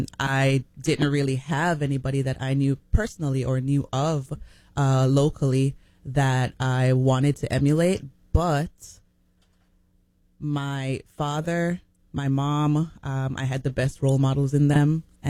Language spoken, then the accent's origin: English; Jamaica; I am Jamaican.